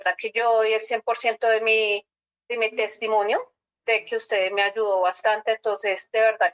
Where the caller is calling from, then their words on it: Bogotá, Colombia; lo estoy llamando desde aquí, desde Bogotá, el barrio Molino Sur.